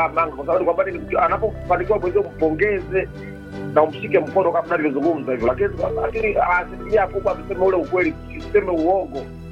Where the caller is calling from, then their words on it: Tanzania; Toka Nyabula